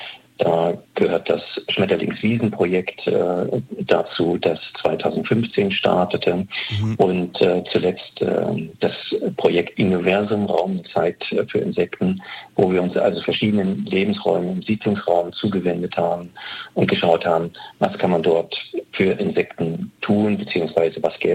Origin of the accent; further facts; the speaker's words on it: East Germany, Germany; Aber ich bin ein Kind des Ostens und da war man nicht ganz so frei in der Berufswahl.